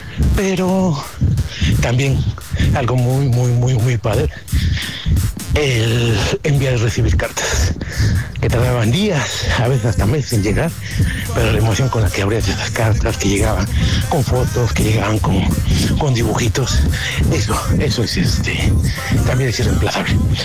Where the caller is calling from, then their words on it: Veracruz, Mexico; Hola, buenos días. … de Veracruz.